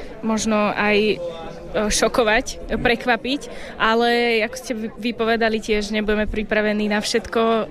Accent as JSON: {"language": "Slovak", "town": "Veľké Leváre", "region": "Bratislava Region", "country": "Slovakia", "said": "a som z Veľkých Levár."}